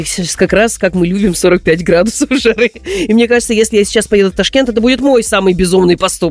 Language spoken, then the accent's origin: Russian; Saint Petersburg, Russia; я питерская мокрица.